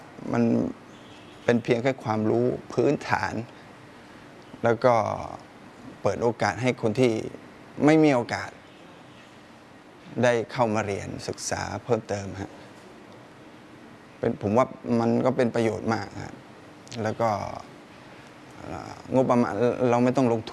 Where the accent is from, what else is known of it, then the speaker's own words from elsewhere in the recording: Yala, Thailand; บ้านอยู่ท่าสาบอำเภอเมืองเป็นคนยะลาโดยกำเนิดครับ